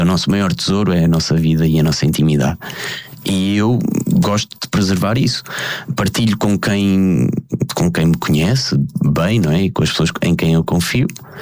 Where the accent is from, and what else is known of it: Portugal; accent: Portuguese; moved away as an adult; now in United States